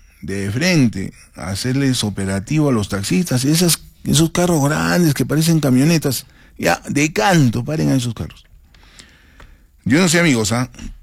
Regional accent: Arequipa, Peru; yo hablo como arequipeño también, ¿no? Como arequipeño

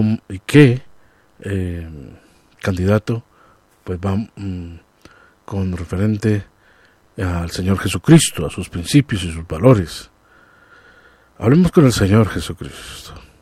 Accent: Colombia; reconozcamos como colombianos

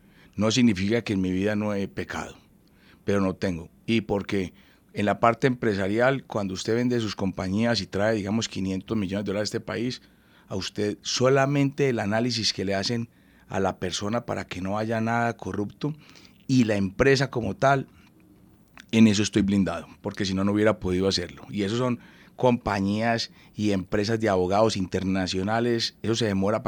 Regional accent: Medellín, Antioquia, Colombia; moved away as an adult; also born or lived in Barranquilla; now in Cartagena, Colombia; soy barranquillero, nací en Medellín y vivo en Cartagena, porque tengo el corazón costeño, pero nací en Medellín y viví solamente 17 años y me siento muy costeño. O sea, mi forma de ser, que soy, digamos, de alguna manera como libre, que claro, mamador de gallo, soy muy costeño

